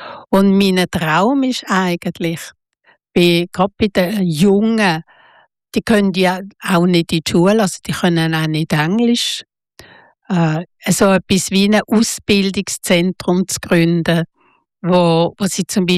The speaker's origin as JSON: {"language": "German", "town": "Basel", "region": "Basel-Stadt", "country": "Switzerland", "tie": "born or raised there", "said": "Das war so Jugendhauszeit und ich bin in Basel aufgewachsen, oder?"}